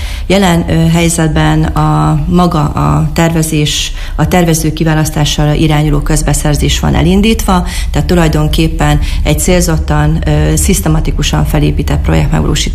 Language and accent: Hungarian; Miskolc, Borsod-Abaúj-Zemplén, Hungary; Először is előjáróban elmondanám, hogy nem csak képviselőként, hanem törzsikeres miskolciként is örömmel szolgál